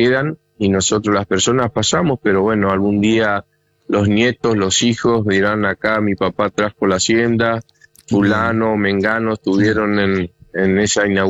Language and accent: Spanish; Santa Lucía, Corrientes, Argentina; yo soy de Santa Lucía, o sea, es departamental.